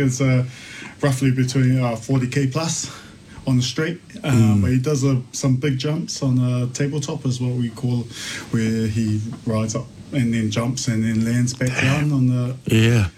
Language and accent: English; Wellington, New Zealand; also born or lived in Lower Hutt; Yeah, I come from Lower Hutt, born and raised in Wellington.